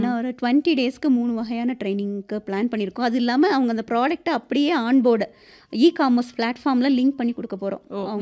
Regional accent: Kanyakumari, Tamil Nadu, India; moved away as an adult; now in Kodaikanal, India; கன்னியாகுமரி என்னோட சொந்த ஊர்

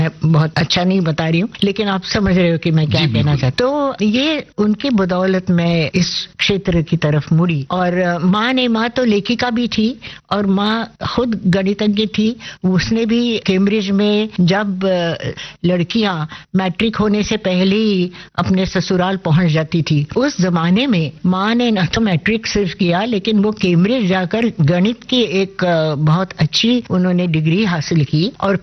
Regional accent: Pune, Maharashtra, India; born or raised there; also born or lived in Lucknow

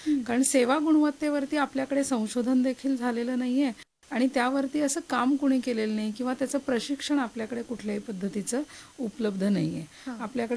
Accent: Ichalkaranji, Maharashtra, India; moved away; मी मूळची आहे इचलकरंजीची म्हणजे कोल्हापूरची आहे, पण इथं आल्याच्या नंतर इथला जो माणूस आहे तो इथलाच कायमचा होऊन जातो असं वाटतं मला की माझा जन्म देखील इथंच झालेला आहे.

